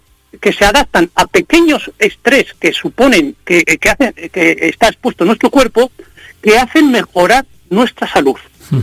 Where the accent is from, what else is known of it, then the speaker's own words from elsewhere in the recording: La Rioja, Spain; now in Soria, Spain; yo soy riojano, nací en La Rioja. Uh-huh. Vivo en Soria desde hace más de 40 años.